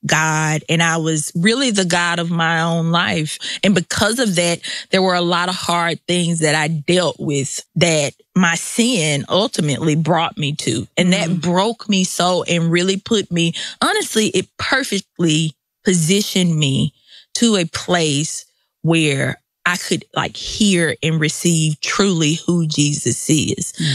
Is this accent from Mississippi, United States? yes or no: yes; Mississippi, United States; accent: Southern; I grew up in a little small missionary Baptist church, and I'm from Mississippi. Like I said, you hear the Southern accent